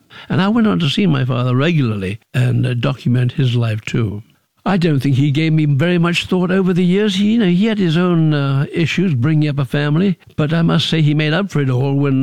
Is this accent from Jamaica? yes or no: no; United Kingdom; She sent me to a boarding school in England when I was 8, and I became very independent. I grew up in Britain, where there was a sort of social revolution